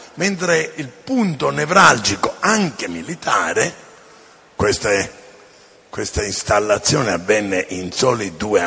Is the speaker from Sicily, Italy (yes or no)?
yes; Sicily, Italy; born there; now in Milan, Italy; Io sono siciliano, ma sono anche milanese, sono, come dice mia sorella, orgoglioso di essere nato in Sicilia e felice di vivere a Milano, tutte e due le cose.